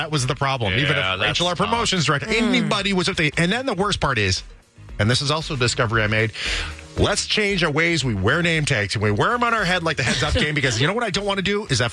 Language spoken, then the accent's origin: English; Minneapolis–Saint Paul, Minnesota, United States; I grew up in the Twin Cities.